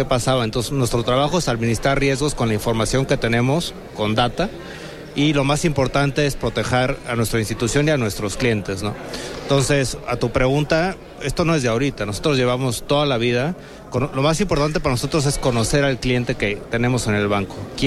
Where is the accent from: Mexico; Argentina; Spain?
Mexico; los mexicanos somos muy resilientes